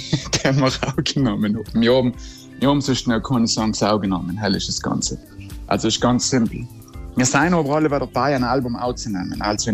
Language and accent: German; Trentino-Alto Adige, Italy; ich komme aus dem Psaiertal